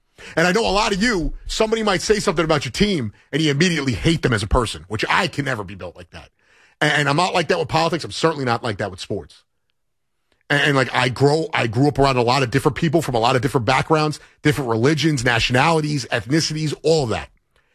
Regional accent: New Jersey, United States; also born or lived in Brooklyn / Staten Island; I grew up in, I didn't grow up, but I lived in Staten Island for 10 years. I grew up in Jersey. Born in Brooklyn, grew up in Jersey. I spent 10 years in Staten Island

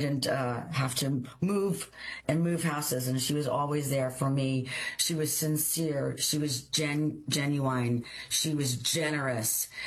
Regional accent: Wilkes-Barre, Pennsylvania, United States; I'm from Laughlin, Oakwood Park, which is right nestled in Wilkes-Barre, PA, originally

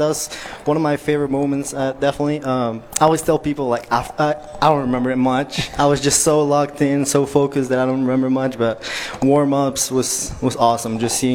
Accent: Querétaro, Mexico; now in Canyon, Texas, United States; So my hometown is Querétaro, Mexico.

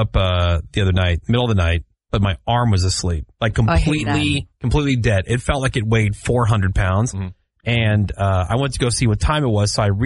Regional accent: New Jersey, United States; Among all my friends where I grew up in New Jersey.

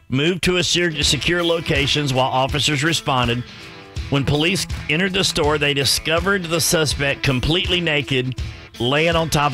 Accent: Lebanon, Tennessee, United States; because it's my hometown, like my first ever hometown, Lebanon, Tennessee.

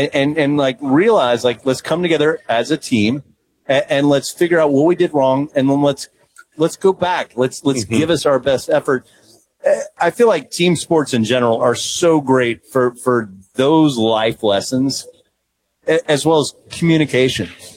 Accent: the South, United States; And again, I grew up in the South.

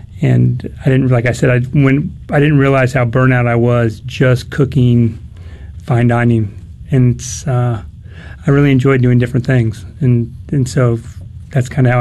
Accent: California, United States; born or raised there

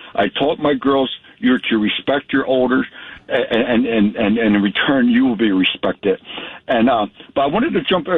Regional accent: New Jersey, United States; I drive mostly up in New York is where I'm at right now, but I'm from New Jersey.

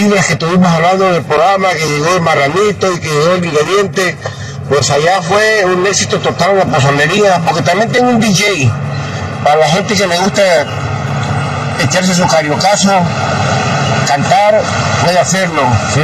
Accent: Acapulco, Guerrero, Mexico; Porque ustedes saben que yo tengo una pozolería allá en mi pueblo, ¿eh? En el Genero 30, municipio de Acapulco, Guerrero.

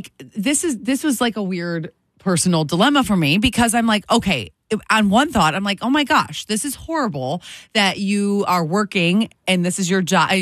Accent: Michigan, United States; moved away; I grew up in Michigan

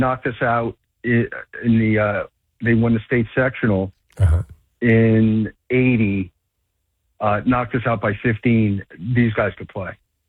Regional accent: Bergen County, New Jersey, United States; as a Bergen County guy

